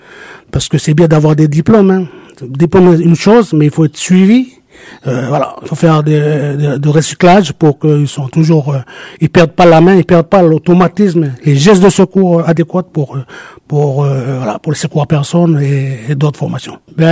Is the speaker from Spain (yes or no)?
no; Païta, South Province, New Caledonia; also born or lived in Yaté; Je viens de Païta. Après, j'étais à Yaté.